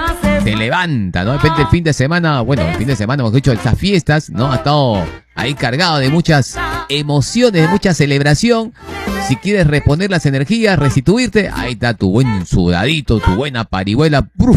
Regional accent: Peru; Como buenos peruanos, no puede faltar nuestra música criolla.

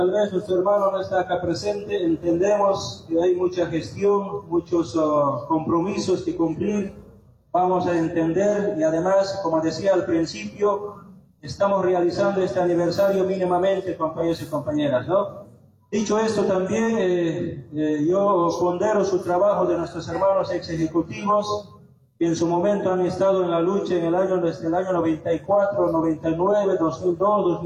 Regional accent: Bolivia; siempre como bolivianos estamos retrasados

